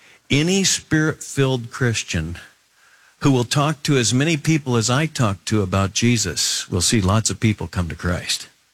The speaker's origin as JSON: {"language": "English", "area": "Willamette Valley", "region": "Oregon", "country": "United States", "tie": "born or raised there", "said": "I grew up in the Willamette Valley, and my mom and dad both got pushed out of the Midwest by the Great Depression."}